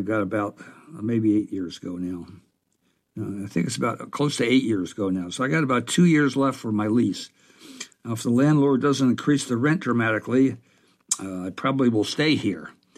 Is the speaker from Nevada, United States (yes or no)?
no; Delaware, United States; moved away as an adult; also born or lived in Canada; now in Wilkes-Barre, United States; I was from Delaware, by the way. I was, most of my life, I lived close to the beach.